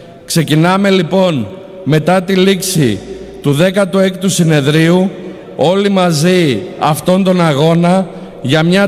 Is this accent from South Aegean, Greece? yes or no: no; Kastoria, Western Macedonia, Greece; Κατάγομαι από την Ακριτική Καστοριά και η περιοχή μου αντιμετωπίζει ιδιαίτερα προβλήματα